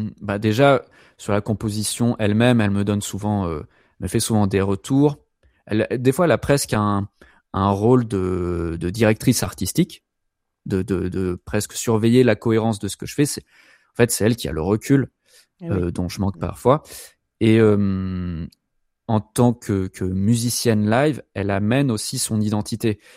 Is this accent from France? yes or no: yes; Montpellier, Occitanie, France; Donc … et moi, on est de Montpellier.